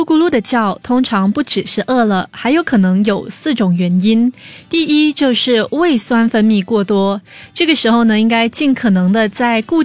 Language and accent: Chinese; Singapore; 我们新加坡人